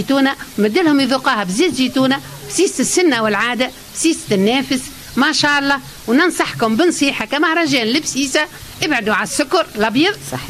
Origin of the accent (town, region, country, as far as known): Sahel, Tunisia; now in Bizerte, Tunisia